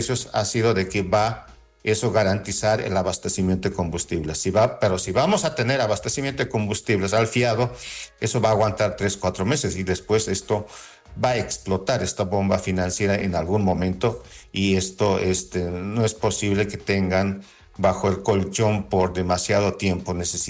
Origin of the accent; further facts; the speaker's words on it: Bolivia; como país, como bolivianos